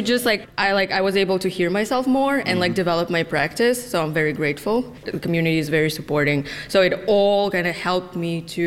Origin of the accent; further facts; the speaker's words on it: Uzbekistan; my most recent trip to my home country, Uzbekistan.